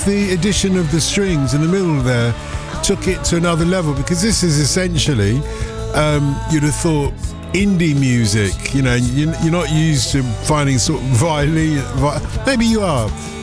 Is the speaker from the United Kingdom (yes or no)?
yes; Tottenham, London, United Kingdom; You know, considering I grew up in Tottenham, which is exactly the next neighbourhood, I've never been up that far north in my life.